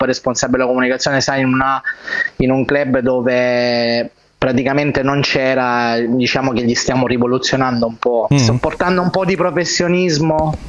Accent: Sicily, Italy; io, non essendo palermitano, ma essendo dalla parte orientale, noi il panino con la milza non lo mangiamo.

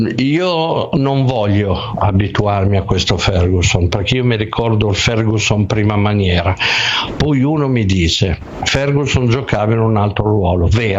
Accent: Bologna, Emilia-Romagna, Italy; come diciamo noi a Bologna, fai una bella lingua lunga

